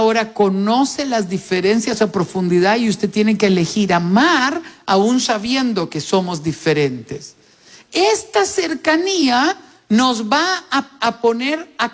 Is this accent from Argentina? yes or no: no; Costa Rica; yo a veces pienso como tico